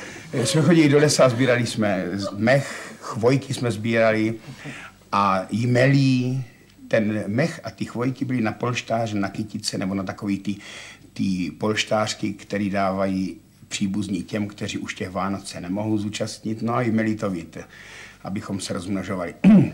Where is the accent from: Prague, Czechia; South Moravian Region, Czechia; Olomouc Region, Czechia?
South Moravian Region, Czechia; Brno; also born or lived in Ivančice / Řicmanice; mám tady rodinu, takže já jsem vlastně Brňák pořád.